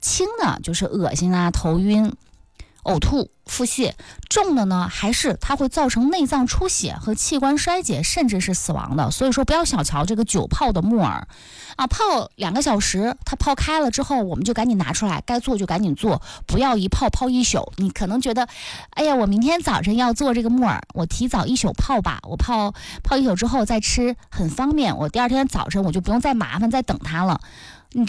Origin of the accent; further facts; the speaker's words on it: Northeast China, China; 我们东北人都爱吃点这种干货类的